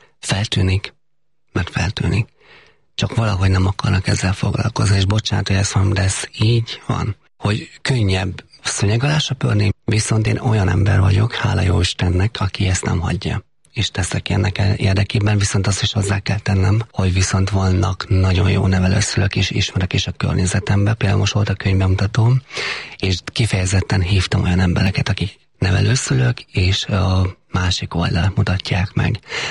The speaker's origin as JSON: {"language": "Hungarian", "region": "Heves", "country": "Hungary", "tie": "born or raised there", "said": "Ugyan Heves megyében nőttem föl. Az ottani rokonok vették meg a legtöbben"}